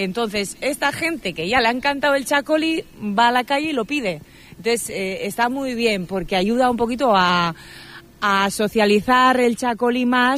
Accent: Basque Country, Spain; es un vino muy equilibrado, fresco y animado, como somos los vascos.

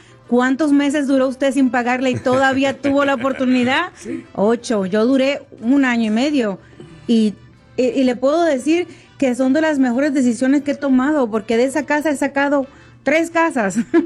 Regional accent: Dominican Republic; now in Arizona, United States; Siempre he vivido. Wow. Yo no soy la dominicana que típica que viene a Nueva York.

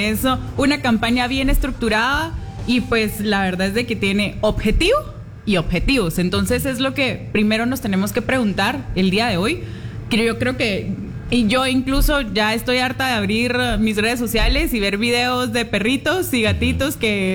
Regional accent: Guatemala; Bueno, a ver, soy una joven guatemalteca, siempre apasionada por los temas de la política y la vida social.

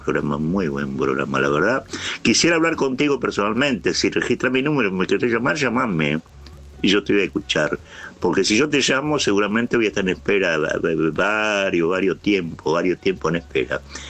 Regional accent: San Luis del Palmar, Corrientes, Argentina; born there; now in Virrey del Pino, Argentina; yo soy de Corrientes, San Luis del Palmar, Corrientes, nacido.

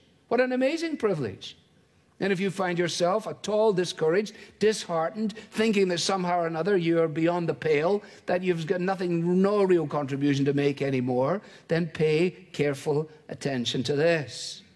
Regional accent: Scotland, United Kingdom; As a Scotsman, it appeals

